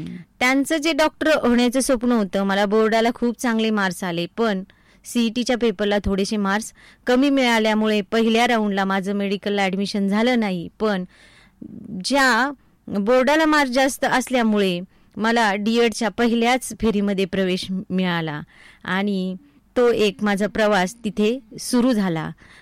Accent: Walki, Maharashtra, India; माझा जन्म वाळकी या छोट्याशा गावामध्ये झाला। तर माझा जन्म झाला ते कुटुंब शेतकरी कुटुंब आणि मध्यमवर्गीय कुटुंब होतं।

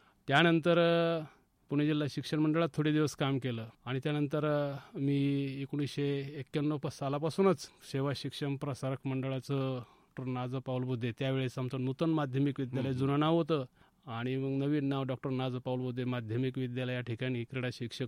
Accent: Pimpalgaon Malvi, Maharashtra, India; मी ग्रामीण भागातलाच एक खेळाडू आहे. माझं गावाचं नाव पिंपळगाव माळवी, जवळच आहे डोंगरगण रोडला. माझं बालपण जे आहे ते माझ्या गावामध्येच गेलं.

